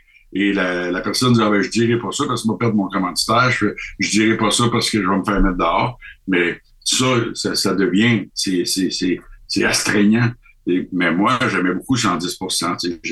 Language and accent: French; Canada; moi, je dis, écoutez, moi, je suis du Canada, je suis ici de passage.